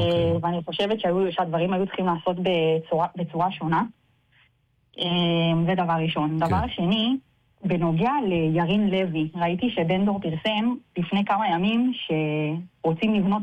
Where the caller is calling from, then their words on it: Central Israel, Israel; אני מהמרכז